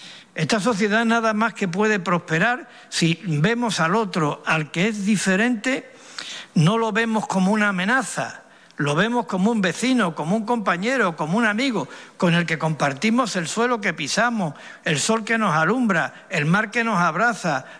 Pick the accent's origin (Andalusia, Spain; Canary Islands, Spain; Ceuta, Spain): Ceuta, Spain